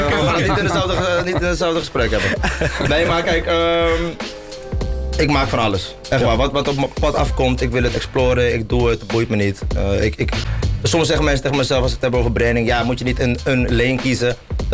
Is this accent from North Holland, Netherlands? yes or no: yes; Kortenhoef, North Holland, Netherlands; wel ben opgegroeid in een Hollands dorp.